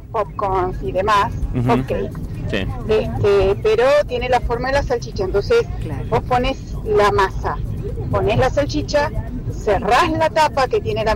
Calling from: Tucumán, Argentina; con el 324, que siempre los escucho hasta ahora. El panchuque, yo que soy tucumana

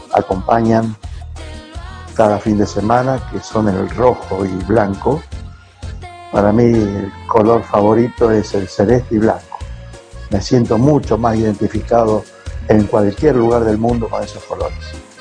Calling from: La Punta, San Luis, Argentina; de Ciudad de la Punta.

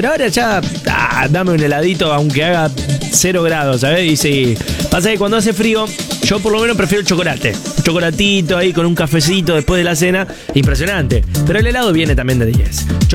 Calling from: Cañada Seca, Buenos Aires Province, Argentina; Desde mi pueblo, Cañada Seca, provincia de Buenos Aires … fiel oyente.

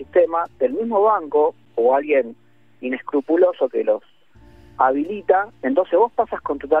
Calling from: Buenos Aires, Argentina; de Flores

